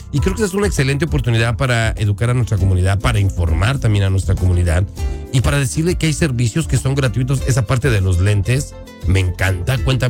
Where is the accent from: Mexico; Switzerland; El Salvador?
Mexico; muchos países hermanos, incluyendo nosotros como mexicanos.